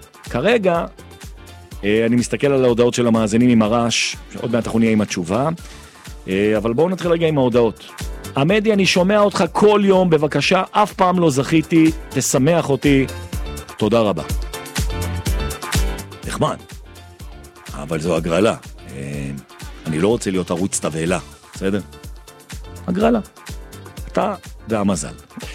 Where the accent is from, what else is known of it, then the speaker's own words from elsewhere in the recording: Jerusalem, Jerusalem District, Israel; אני ימני, וגם מזרחי, וגם ירושלמי, וגם אוהד ביתר